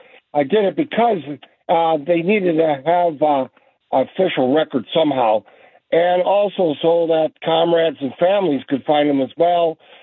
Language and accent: English; Sheboygan, Wisconsin, United States; Well, I'm from Sheboygan, Wisconsin. Okay. It's about 50 miles north of Milwaukee.